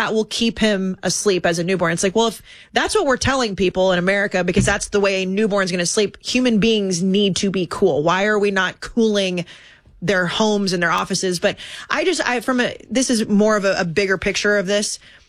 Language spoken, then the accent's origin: English; Texas, United States; I grew up in Texas, so I'm a Buc-ee's girl.